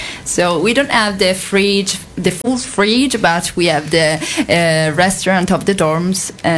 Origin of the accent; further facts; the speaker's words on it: Italy; moved away as an adult; now in Dubrovnik, Croatia; I'm from Italy